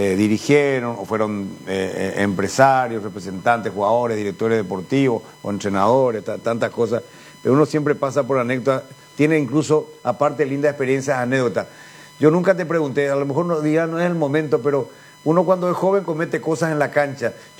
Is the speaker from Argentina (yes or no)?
yes; Argentina; Yo soy argentino